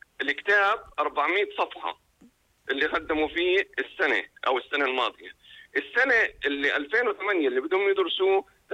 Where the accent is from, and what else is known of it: Jordan